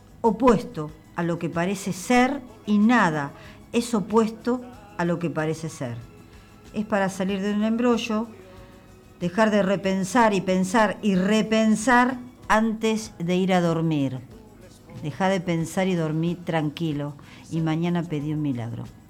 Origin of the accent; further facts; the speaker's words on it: Argentina; seguimos siendo argentinos.